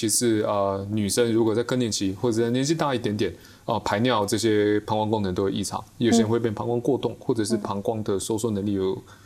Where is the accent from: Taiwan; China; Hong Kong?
Taiwan